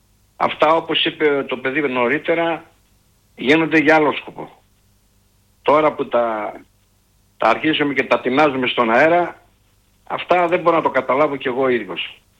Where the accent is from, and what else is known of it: Kapnochori, Western Macedonia, Greece